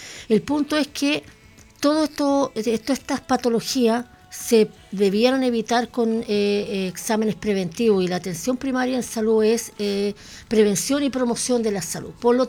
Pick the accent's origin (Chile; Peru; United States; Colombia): Chile; Los Lagos; also born or lived in Osorno; yo soy una mujer de campo. Vivo, me nací a los pies del volcán Osorno, por Quilapan.